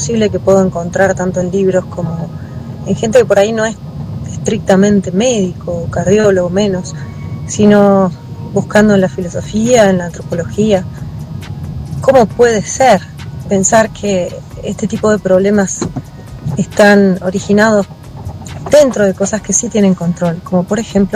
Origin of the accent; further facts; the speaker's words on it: Argentina; al menos como argentinos